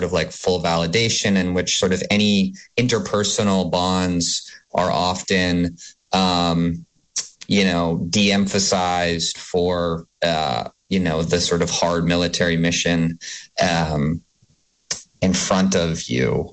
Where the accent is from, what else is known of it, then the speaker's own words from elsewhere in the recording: Vermont, United States; late last year, my girlfriend and I found a house in Barnet, just a few miles from where I grew up in the Northeast Kingdom.